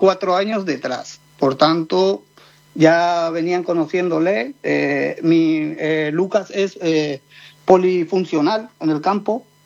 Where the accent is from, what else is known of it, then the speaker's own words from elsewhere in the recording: Caraguatal, Paraguay; moved away as an adult; now in Madrid, Spain; Yo soy de Caraguatal.